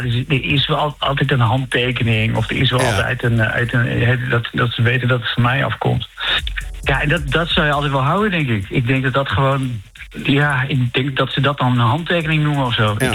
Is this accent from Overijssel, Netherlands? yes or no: yes; Overijssel, Netherlands; nou kom ik uit Twente